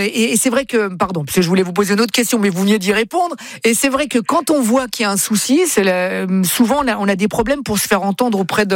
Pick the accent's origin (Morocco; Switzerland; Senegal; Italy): Italy; mais ça c'est les Italiens ça, et je suis italien moi